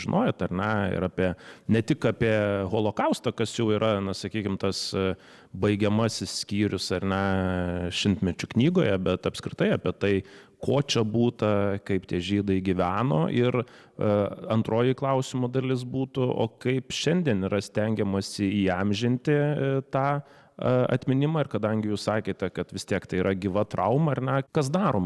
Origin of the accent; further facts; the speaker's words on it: Panevėžys, Panevėžys County, Lithuania; kai aš augau Panevėžyje